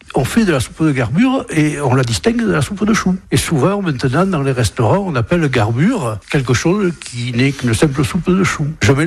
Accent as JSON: {"language": "French", "town": "Dax", "region": "Nouvelle-Aquitaine", "country": "France", "tie": "born or raised there", "said": "Je suis né au Cassourat, à Dax, mais j'ai passé mon enfance au quartier du Gon."}